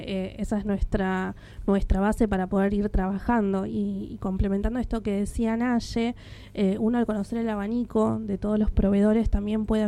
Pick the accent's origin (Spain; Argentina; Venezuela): Argentina; nosotros somos argentinas.